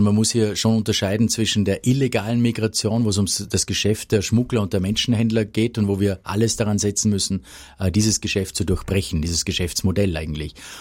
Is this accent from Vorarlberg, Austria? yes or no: yes; Höchst, Vorarlberg, Austria; aber natürlich kenne ich die Schweiz gut, weil ich eben an der G